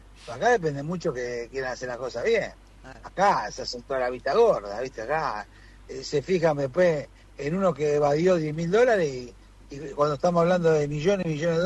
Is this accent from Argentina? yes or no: yes; Argentina; A mí como argentino me da vergüenza ver tantas cosas que vemos